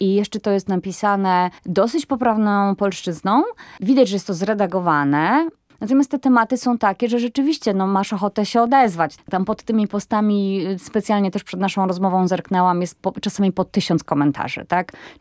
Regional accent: Łódź, Łódź Voivodeship, Poland; bo jestem łodzianką i piotrkowską znam jak własną kieszeń

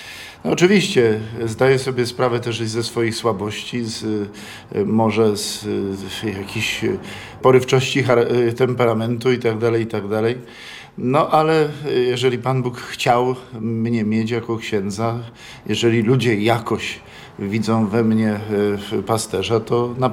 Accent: Strońsko, Łódź Voivodeship, Poland; Ja pochodzę z wiejskiej parafii, która znajduje się koło Zduńskiej Woli. To jest parafia Strońsko, kościół romański, niewielki kościółek, bardzo piękna okolica.

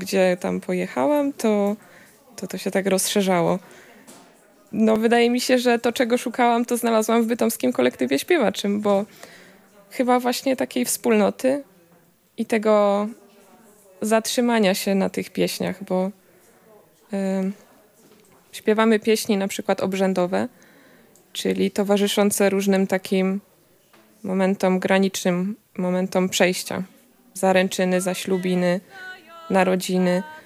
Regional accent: Opole Voivodeship, Poland; No bo ja się wychowywałam na wsi, w Opolskim.

